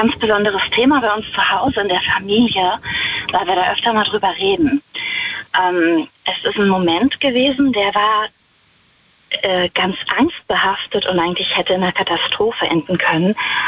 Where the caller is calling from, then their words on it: Wittlich, Rhineland-Palatinate, Germany; Ich fahre gleich an der Abtei Himmerod vorbei. Ich bin aus der Nähe von Wittlich.